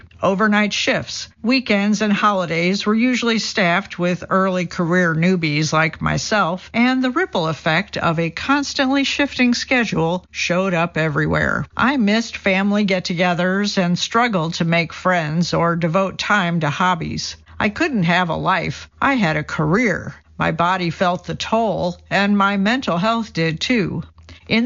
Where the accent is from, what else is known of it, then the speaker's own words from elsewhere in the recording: Midwest, United States; For an aspiring writer growing up in the Midwest who loved fashion, The Devil Wears Prada felt like a fantasy on par with The Lord of the Rings.